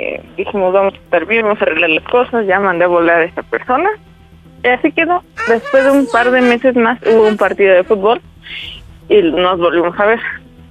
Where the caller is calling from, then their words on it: Mexico City, Mexico; Tengo 28 años y soy de la Ciudad de México, aquí del sur.